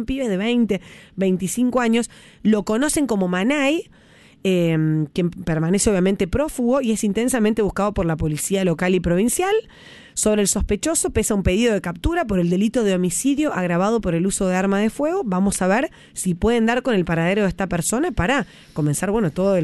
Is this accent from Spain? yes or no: no; San Francisco, Córdoba, Argentina; en San Francisco, en mi ciudad natal